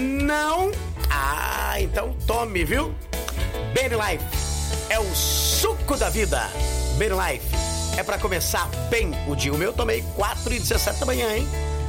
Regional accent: Descalvado, São Paulo, Brazil; Descalvado, minha terra querida, inesquecível, amada, onde tudo começou em minha vida, 1983, na Farmácia São Paulo, você encontra.

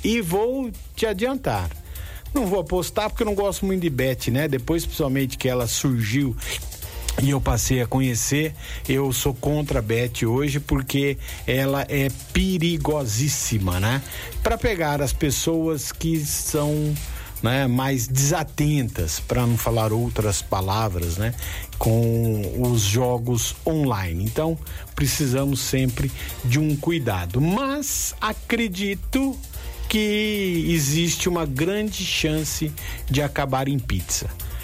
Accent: Brazil; E você, eu, que somos brasileiros

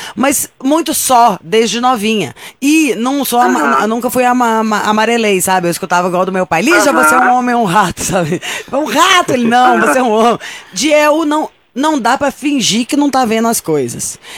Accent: Minas Gerais, Brazil; now in São Paulo, Brazil

